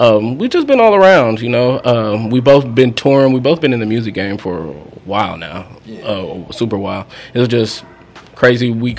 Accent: Moreno Valley, California, United States; I'm from Reno Valley.

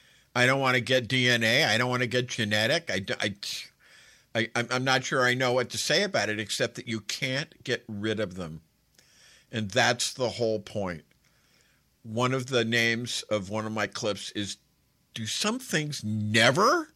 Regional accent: New York, United States; I'm from the Northeast. I'm from New York. We don't have such backwards types of things there.

